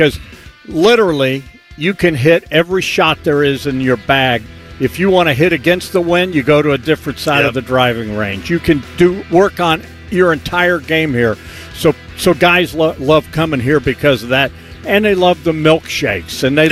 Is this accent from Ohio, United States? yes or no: yes; Columbus, Ohio, United States; when I was a little boy growing up in Columbus, and I lived over near Westerville in an area called Sharon Woods. It was Columbus.